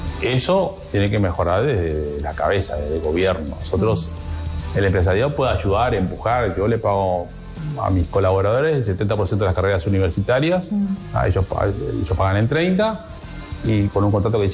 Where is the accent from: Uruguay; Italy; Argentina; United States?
Uruguay; also born or lived in Paraguay; Arranqué como uruguayo paraguayo que soy